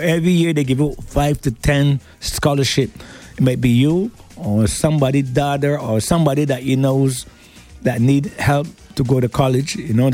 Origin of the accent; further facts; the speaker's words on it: Jamaica; Because I'm not a god, I'm Jamaican.